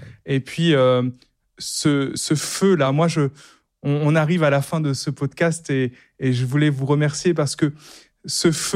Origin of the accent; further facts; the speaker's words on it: Réunion, France; Ça me touche particulièrement parce que moi, je suis réunionnais et Saint François Xavier, c'est le saint patron du diocèse